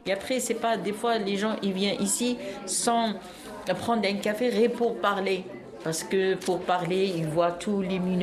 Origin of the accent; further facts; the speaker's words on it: Algeria; Moi, je suis algérienne.